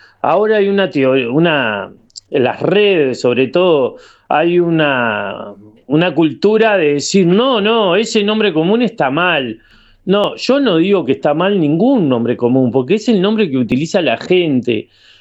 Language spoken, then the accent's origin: Spanish; Montevideo, Uruguay; also born or lived in Cerro Largo; yo cuando era niño, que tenía 8 o 10 años, caminaba, iba mucho a Cerro Largo, yo soy de Montevideo, pero mi familia es casi toda de Cerro Largo